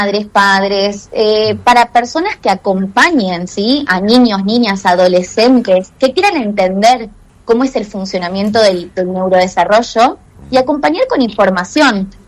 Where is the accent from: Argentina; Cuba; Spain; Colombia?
Argentina; Ceres, Santa Fe; now in Buenos Aires, Argentina; yo soy santafesina, soy de Ceres, del norte de la provincia. Pero bueno, ya hace unos años viviendo en Buenos Aires